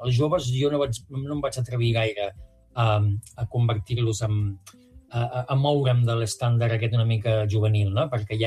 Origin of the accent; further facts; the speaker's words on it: Creixell, Catalonia, Spain; also born or lived in Barcelona / Torredembarra; now in Empordà, Spain; Jo sóc barceloní i visc a l'Empordà, imagina't, no? Jo vaig passar la infantesa entre Creixell i Torredembarra, aquella zona, però, clar, jo era un barceloní trasplantat